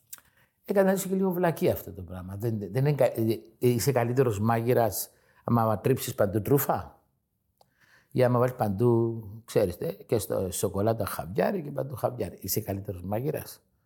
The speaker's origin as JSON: {"language": "Greek", "country": "Greece"}